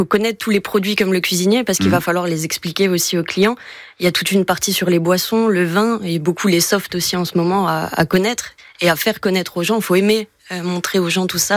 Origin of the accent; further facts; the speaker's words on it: Grand Est, France; moved away as an adult; now in Jura, France; Chez moi en Moselle, j'ai commencé à Metz dans des tout petits restaurants.